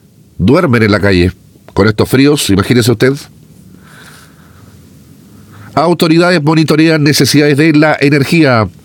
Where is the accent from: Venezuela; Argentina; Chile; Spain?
Chile; nos involucra a todos como chilenos y chilenas.